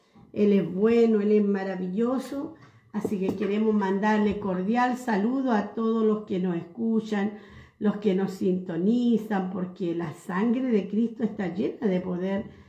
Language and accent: Spanish; Chile; somos chilenos de corazón.